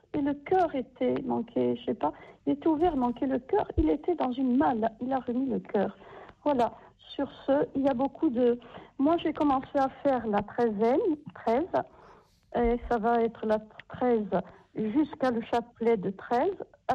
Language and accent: French; Corsica, France; comme on disait chez nous en Corse, à church.